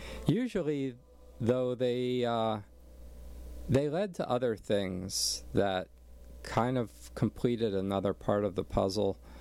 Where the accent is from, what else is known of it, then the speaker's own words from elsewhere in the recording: Allentown, Pennsylvania, United States; born there; moved away as an adult; also born or lived in San Francisco; I was born back in Allentown